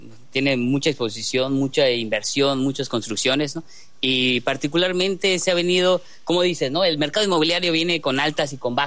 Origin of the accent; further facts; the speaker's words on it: Mérida, Yucatán, Mexico; born there; now in Riviera Maya, Mexico; nací en Mérida, posteriormente vine acá a la Riviera Maya